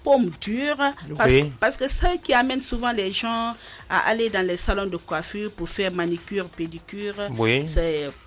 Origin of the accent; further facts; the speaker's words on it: Guinea; chez nous, à Cancan surtout.